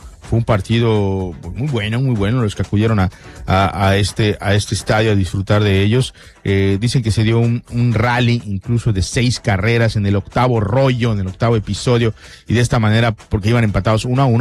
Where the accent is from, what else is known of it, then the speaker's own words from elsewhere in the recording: Mexico; buscándolo como buen mexicano a última hora